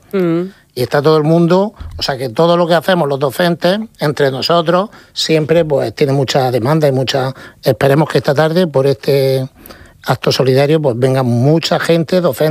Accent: Murcia, Region of Murcia, Spain; el barrio de San Antón, que yo soy de San Antón, y toda la región de Murcia.

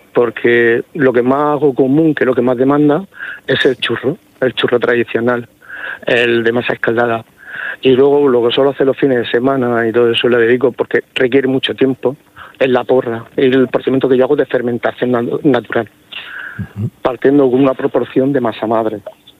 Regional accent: Cartagena, Region of Murcia, Spain; A mi ciudad natal, que es Cartagena, y a mi región de Murcia, que es mi comunidad.

